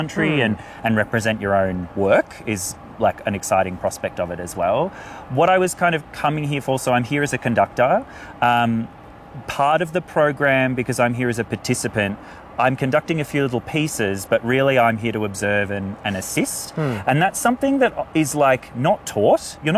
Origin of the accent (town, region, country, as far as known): Australia